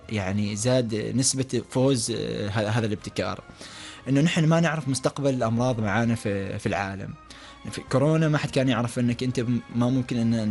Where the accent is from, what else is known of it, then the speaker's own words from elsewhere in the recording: Oman; نحن الثلاثة العمانيين